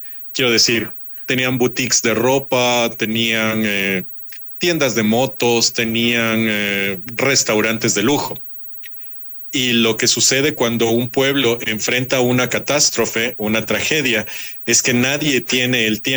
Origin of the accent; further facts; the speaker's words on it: Ecuador; Nosotros como ecuatorianos no hemos tenido un registro histórico de lo que se avecina con este niño